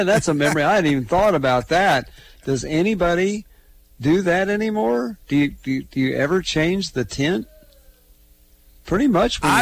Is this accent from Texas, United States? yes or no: no; Oklahoma City, Oklahoma, United States; I grew up in Oklahoma City. We didn't have WGN. We had ABC, NBC, and CBS.